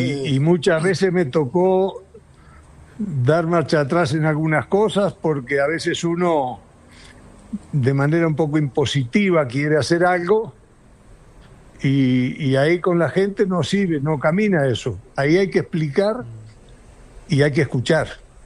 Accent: Uruguay; Los uruguayos no somos como los chilenos, ni somos como los argentinos siquiera, que estamos ahí enfrente. Los uruguayos también somos un poco metidos para adentro.

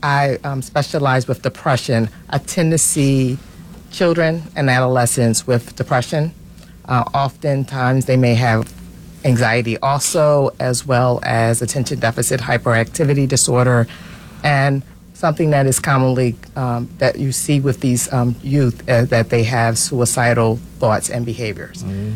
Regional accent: Philadelphia, Pennsylvania, United States; I came from Mount Airy

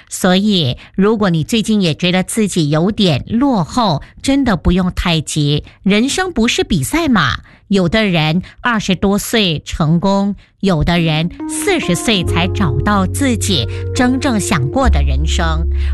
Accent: Malaysia; 我觉得我们大马人有一种很特别的精神

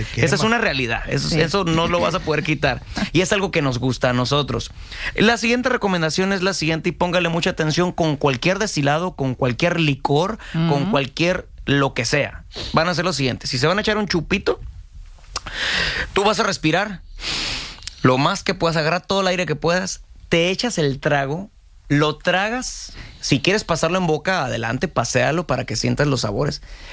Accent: Jalisco, Mexico; porque pues somos mexicanos y nos gusta el tequila, es una bebida tradicional de nosotros, de Jalisco.

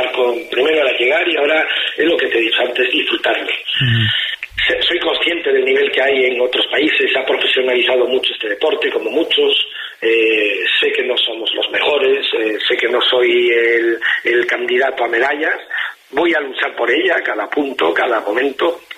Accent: Spain; Y como español, como yo, es mi doble

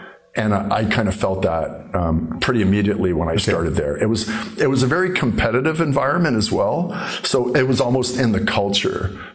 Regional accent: Cape Breton, Nova Scotia, Canada; born there; But I was born in Cape Breton, and I like to think that I was raised with good values and good character.

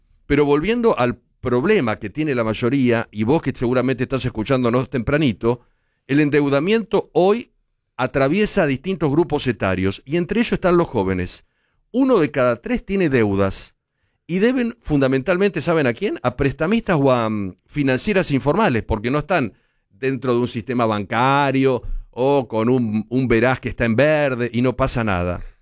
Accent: Argentina; somos Argentina.

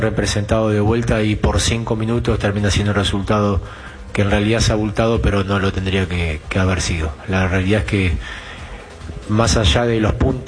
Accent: Uruguay; Yo soy uruguayo

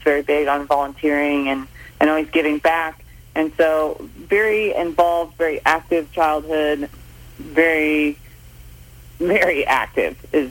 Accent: Holton, Kansas, United States; So I am originally from Holton, Kansas, which is northeast Kansas, and grew up, my parents had more of a hobby farm.

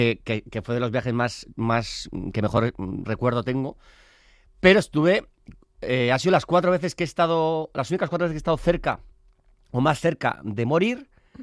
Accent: San Sebastián, Basque Country, Spain; yo soy de Donosti, soy de hombre de mar, o sea, yo he nadado toda mi vida.

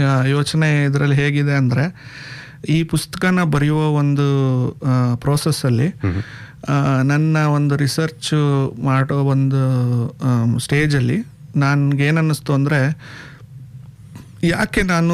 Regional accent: Tumakuru, Karnataka, India; moved away as an adult; now in Bengaluru, India; ನಾನು ಮೂಲತಃ ಬೆಂಗಳೂರಲ್ಲಿ ಹುಟ್ಟಿದ್ದು, ಆಮೇಲೆ ನನ್ನ ಓದು ಮತ್ತು ನನ್ನ ಬೆಳವಣಿಗೆ ಎಲ್ಲ ತುಮಕೂರಲ್ಲಿ ನಡೀತು. ನಮ್ಮ ತಂದೆ ಪೊಲೀಸ್ ವೃತ್ತಿಯಲ್ಲಿ ಇದ್ದಿದ್ದರಿಂದ ಅವ್ರಿಗೆ ಬೆಂಗಳೂರಿಂದ ತುಮಕೂರಿಗೆ ವರ್ಗಾವಣೆ ಆಗಿ ನನ್ನ ಸ್ಕೂಲಿಂಗು ಮತ್ತು ಕಾಲೇಜು ಎಲ್ಲನೂ ನಾನು ತುಮಕೂರಿನಲ್ಲೇ ಮಾಡಿದೆ.

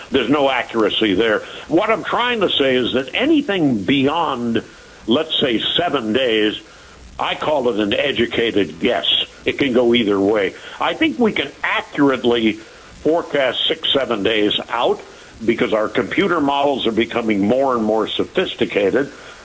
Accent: Los Angeles, California, United States; I grew up in Los Angeles, and, you know, I entered the radio business back in 1961.

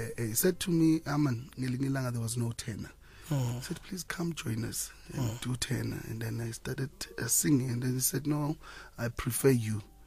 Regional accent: KwaThema, Gauteng, South Africa; Yeah, so I'm born and bred at Kwathema

